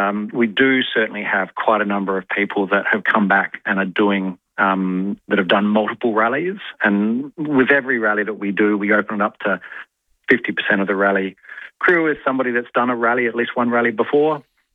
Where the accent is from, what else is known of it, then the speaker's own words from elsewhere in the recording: Adelaide, South Australia, Australia; I'm from Adelaide